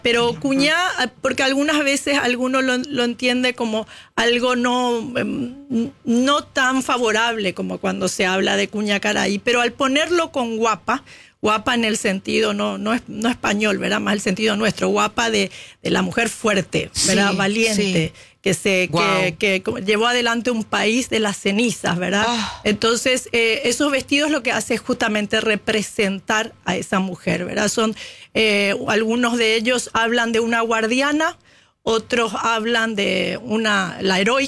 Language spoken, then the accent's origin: Spanish; Buenos Aires, Argentina; moved away as an adult; also born or lived in Paraguay; yo me crié en Buenos Aires, para serles sincera.